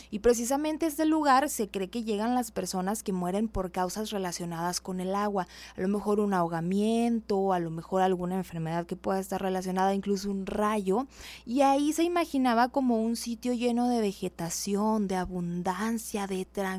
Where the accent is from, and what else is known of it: Mexico